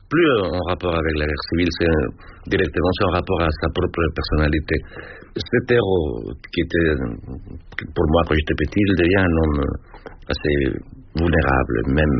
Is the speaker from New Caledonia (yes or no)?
no; Mexico; French is a second language; moved away as an adult; now in France; Je suis venu en France à 21 ans. En fouillant un pays qui n'était pas le mien. Je suis né au Mexique, je chantais l'hymne national tous les lundis à l'école